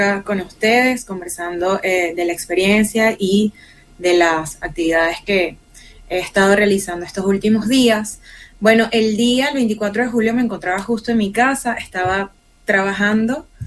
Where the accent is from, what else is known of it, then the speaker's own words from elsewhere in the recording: Venezuela; una vez más, como venezolana, el corazón se me volvió mil pedazos.